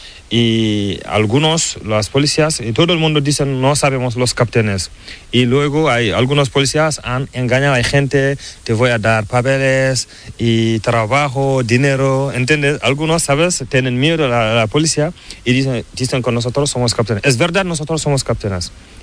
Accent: Mali; first language Pular; Spanish is a second language; moved away as an adult; now in Spain; Yo soy de Mali

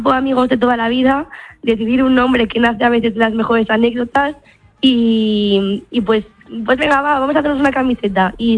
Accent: Valdezate, Castile and León, Spain; born there; Pues en mi peña realmente llevo, pues yo creo que desde que era una cría. Hemos crecido todas juntas.

